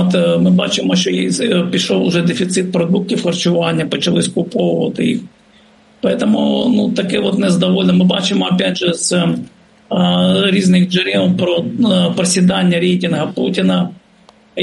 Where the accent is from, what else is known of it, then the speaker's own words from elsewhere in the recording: Sevastopol, Crimea, Ukraine; я сам з Севастополя.